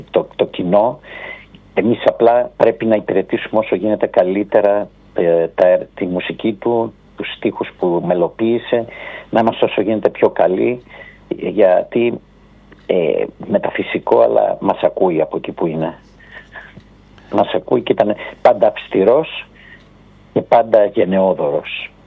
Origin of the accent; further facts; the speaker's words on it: Thessaloniki, Central Macedonia, Greece; moved away; μεγάλη συναυλία και μάλιστα στην Θεσσαλονίκη, στη γενετήρα μου, στην πόλη μου.